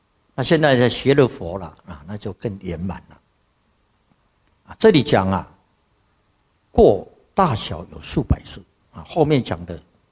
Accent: Taiwan; born there

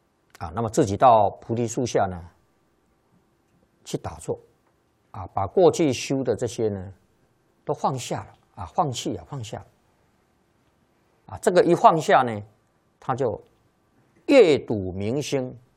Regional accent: China; 那么这个依照我们中国人的算法了，算虚岁的

